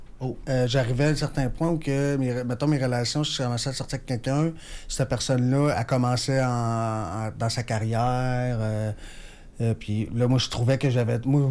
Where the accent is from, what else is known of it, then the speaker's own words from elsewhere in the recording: Quebec City, Quebec, Canada; je disais que j'étais de Québec.